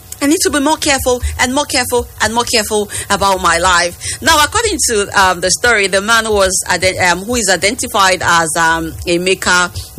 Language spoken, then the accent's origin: English; Lagos, Nigeria; my parents, I was born and raised in Lagos. So we do speak. While we're still in that same Lagos, we're taught how to speak Afe, my language. So I did speak Edo language like very, very well.